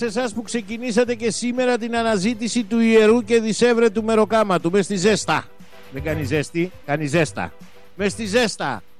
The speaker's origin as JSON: {"language": "Greek", "region": "West Greece", "country": "Greece", "tie": "born or raised there", "said": "Καλημέρα στην Αιτωλό Ακαρνανία, τη γενέτειρα, την πατρίδα μου, Αγρίνιο Μεσολόγγι."}